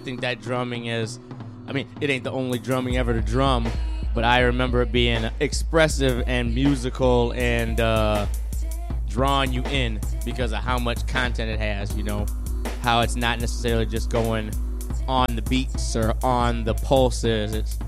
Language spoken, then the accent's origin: English; Mount Clemens, Michigan, United States; I grew up in Mount Clemens, Clinton Township area.